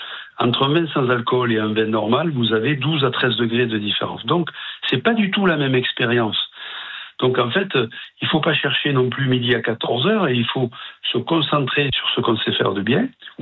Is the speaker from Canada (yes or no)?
no; Occitanie, France; moi je suis originaire des Corbières